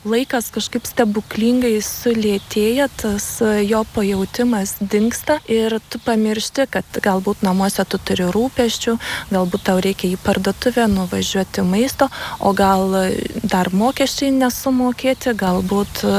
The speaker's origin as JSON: {"language": "Lithuanian", "town": "Garliava", "region": "Kaunas County", "country": "Lithuania", "moved": "as an adult", "lives_now": "Prienai district, Lithuania", "said": "buvo toks tarpsnis, kai mes iš Garliavos kraustėmės ir mama atsikraustė čia į Prienų rajoną, o aš, kadangi buvau studentė, išsikrausčiau į Kauną."}